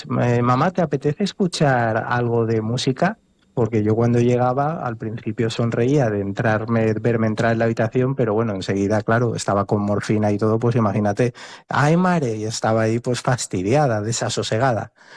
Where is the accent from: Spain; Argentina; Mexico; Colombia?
Spain; Valencia, Valencian Community; En mi caso estuve acompañando, somos de Valencia, y estuve acompañando a mi madre enferma con un cáncer de colon en el hospital La Fe de Valencia.